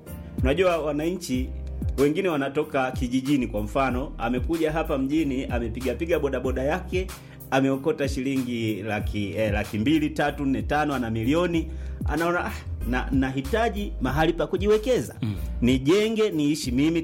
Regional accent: Kitwiru, Iringa, Tanzania; ukianzia kule kwetu Kitwiru, ukija Ruaha, ukienda huko Kihesa, kuna Mafifi

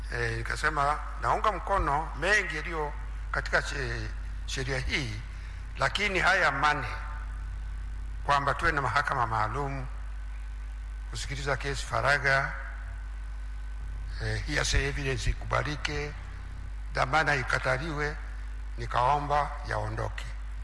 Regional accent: Mara, Tanzania; natoka Mara

